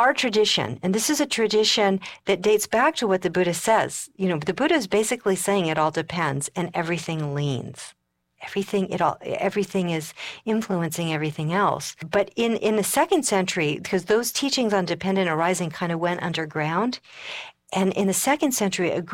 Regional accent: Colorado, United States; You know, I like California. I come from Colorado. It's bone dry there, so my hair is really straight.

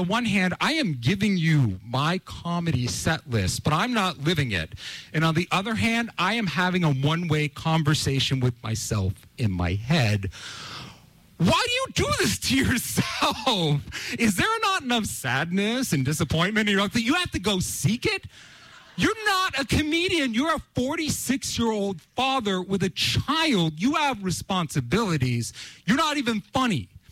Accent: Canada; We're sorry we didn't say anything. We're Canadian.

